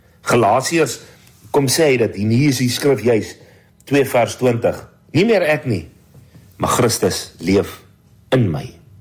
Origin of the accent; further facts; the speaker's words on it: Vredendal, Western Cape, South Africa; ek kom af van Vredendal se wêreld af. Ons het maar ons eie manier van dinge doen. En ek kom met agter, ek is 57 jaar oud